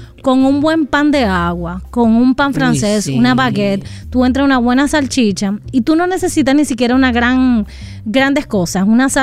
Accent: Dominican Republic; nosotros como dominicanos

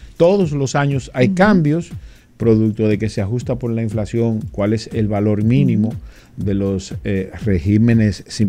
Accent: Dominican Republic; en un sistema tributario como el dominicano, donde habemos 11 millones de ciudadanos, no es un país relativamente grande

